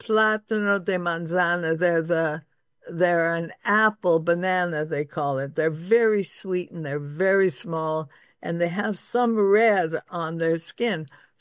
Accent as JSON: {"language": "English", "region": "California", "country": "United States", "tie": "born or raised there", "said": "avocados are something I'm intimately familiar with because I was brought up in California in an area that had been an avocado orchard."}